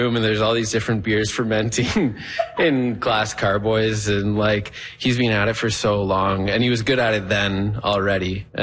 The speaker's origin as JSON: {"language": "English", "town": "Ottawa", "region": "Ontario", "country": "Canada", "tie": "born or raised there", "said": "I grew up in New Edinburgh. My parents still live there in the same house."}